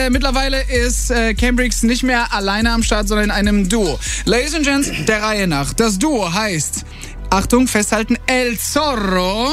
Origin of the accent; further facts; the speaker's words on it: Mannheim, Baden-Württemberg, Germany; now in Berlin, Germany; Wir sind 3 Zugezogene jetzt am Tisch. Ich bin aus Mannheim gebürtig